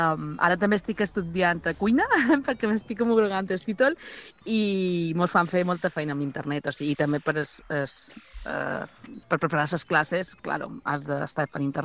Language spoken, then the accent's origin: Catalan; Balearic Islands, Spain; moved away as an adult; now in Ibiza, Spain; jo som mallorquina, però fa més de 25 anys que som a Eivissa.